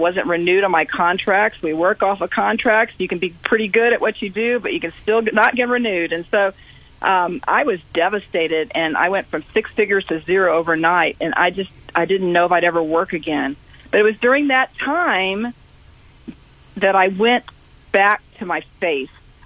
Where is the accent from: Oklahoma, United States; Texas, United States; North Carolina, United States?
Texas, United States; San Antonio; moved away as an adult; I grew up in San Antonio, Texas. I was there until I was about 17. Then I went off to college, and I actually worked in television in San Antonio for 12 years. So I came back